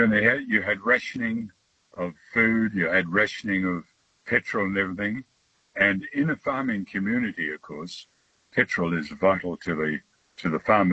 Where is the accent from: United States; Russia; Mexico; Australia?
Australia; Burracoppin, Western Australia; Oh, well, it's my hometown and very special, yes, very special.